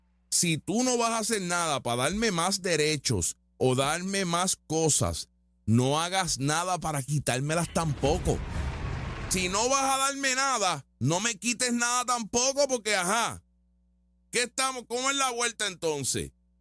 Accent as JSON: {"language": "Spanish", "country": "Puerto Rico"}